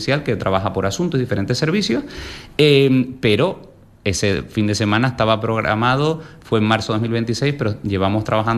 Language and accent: Spanish; Canary Islands, Spain; soy canario